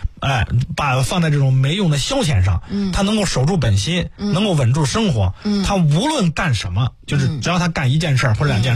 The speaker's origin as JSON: {"language": "Chinese", "town": "Xuzhou", "region": "Jiangsu", "country": "China", "tie": "born or raised there", "said": "我也是徐州这样土生土长了五十年、在铁路。"}